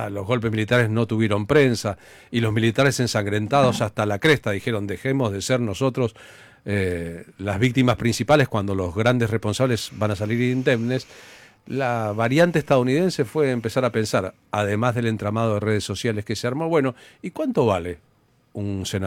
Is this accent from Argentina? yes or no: yes; Argentina